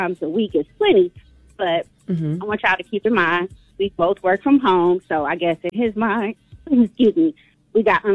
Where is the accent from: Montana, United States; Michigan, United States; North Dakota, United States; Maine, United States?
Michigan, United States; Detroit; now in Washington, United States; But, yeah, I'm from Detroit, but I live in the DMV area.